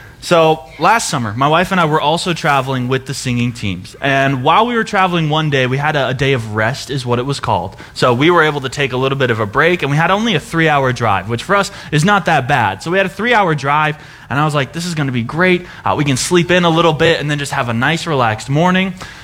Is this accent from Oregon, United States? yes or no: no; Random Lake, Wisconsin, United States; moved away as an adult; I grew up in Random Lake, Wisconsin. Yes, it's a real place, I promise you. But I grew up in Random Lake